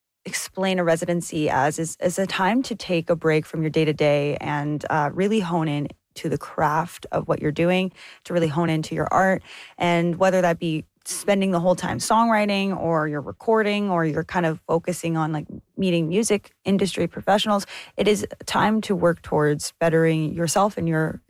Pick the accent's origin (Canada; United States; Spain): Canada; Thunder Bay, Ontario; I was from Thunder Bay, Ontario. And yes, it's a city, but it's a northern city. We're a little bit secluded.